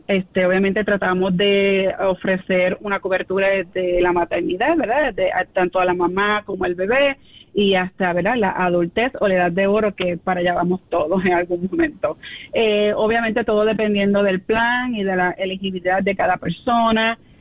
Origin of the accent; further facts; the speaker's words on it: Puerto Rico; Yo, siendo puertorriqueña, nacida y criada, crecimos con mucho arroz, habichuela, mucha cosa que no es muy saludable